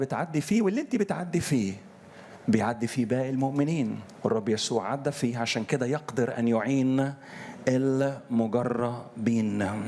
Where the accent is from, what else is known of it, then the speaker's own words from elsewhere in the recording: Upper Egypt, Egypt; زي ما كان يقول عندنا في الصعيد